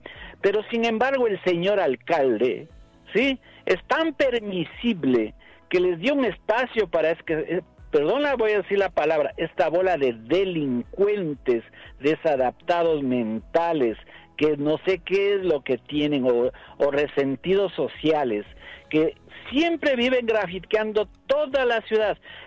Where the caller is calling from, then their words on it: Quito, Pichincha, Ecuador; Le estoy hablando de la ciudad de Quito, en el sector norte, en el sector de la Kennedy, en el norte de Quito.